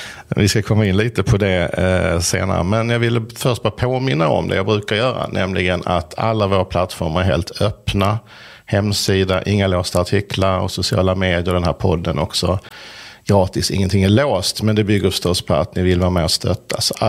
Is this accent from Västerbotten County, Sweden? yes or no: no; Helsingborg, Skåne, Sweden; Jag är från Helsingborg.